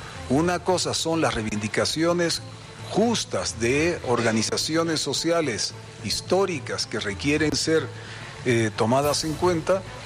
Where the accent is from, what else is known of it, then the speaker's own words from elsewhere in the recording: Bolivia; entre bolivianos